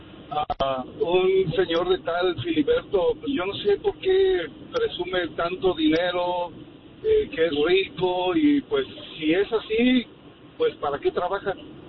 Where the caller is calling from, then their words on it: Chicago, Illinois, United States; De la ciudad de los vientos, Chicago, Illinois.